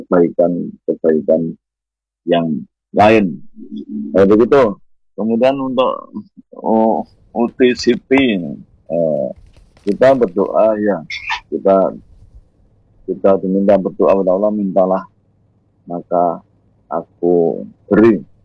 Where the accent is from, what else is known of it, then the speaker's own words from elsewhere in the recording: Java, Indonesia; first language Javanese; Indonesian is a second language; kita di Jawa ini dengan bahasa ibunya, bahasa Jawa.